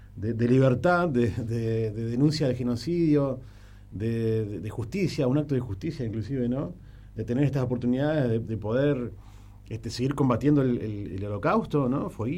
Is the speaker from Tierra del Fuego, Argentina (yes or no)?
yes; Tierra del Fuego, Argentina; Soy fueguino, soy uno de los pocos argentinos que va a participar en este festival